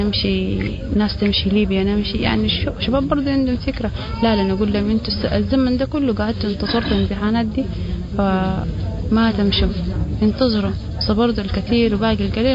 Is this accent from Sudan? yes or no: yes; Omdurman, Khartoum, Sudan; يعني احنا جينا من الخرطوم من درمان، جات من بعيد شديد